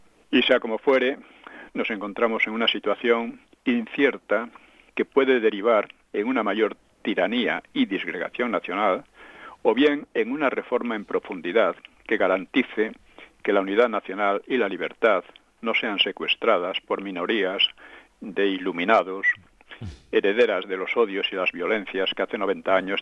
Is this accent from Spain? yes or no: yes; Galicia, Spain; first language Galician; Spanish is a second language; Yo soy gallego, desde luego